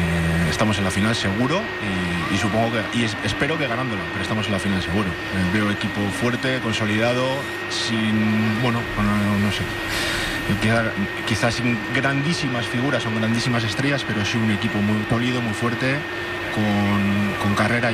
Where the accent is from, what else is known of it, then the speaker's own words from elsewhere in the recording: Bilbao, Basque Country, Spain; Pues soy de Bilbao, vine aquí a trabajar a principios de año y aquí sigo.